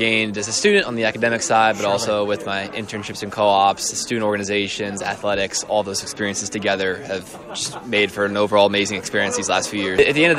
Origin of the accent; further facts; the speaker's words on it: Westerville, Ohio, United States; now in Bowling Green, United States; I'm originally from Westerville, Ohio. Been in Ohio my whole life and chose BG about 3 years ago.